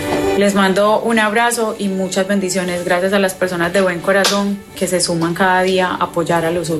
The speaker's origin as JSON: {"language": "Spanish", "region": "Antioquia", "country": "Colombia", "said": "Yo, como antioqueña"}